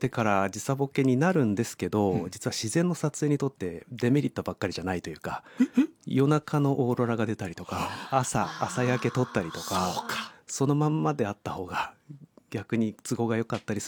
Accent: Tokyo, Japan; 東京育ちなんですけど、

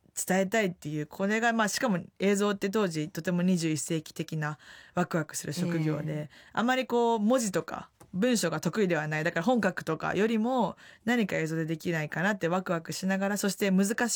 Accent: Osaka, Japan; moved away as an adult; also born or lived in New York; 小さい頃からまあ大阪にいましたし

